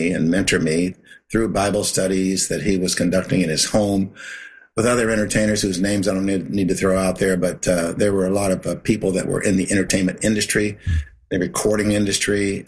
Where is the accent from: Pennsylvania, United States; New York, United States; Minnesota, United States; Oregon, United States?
Pennsylvania, United States; Pittsburgh; And so I grew up there in Pittsburgh, a paper boy from Paulson Avenue in Pittsburgh, Pennsylvania. forgive the alliteration. But that's where I grew up in Pittsburgh.